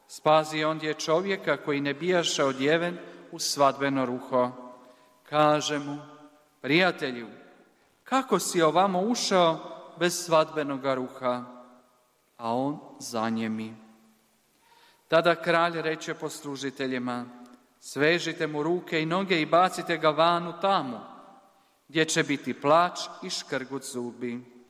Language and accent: Croatian; Croatia; Kao mi smo vjernici, mi smo katolici, Hrvati, trsimo se, obješavamo grbove